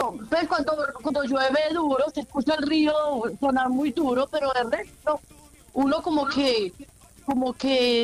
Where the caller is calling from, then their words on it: La Celia, Risaralda, Colombia; En la Celia Vereda Caimalito.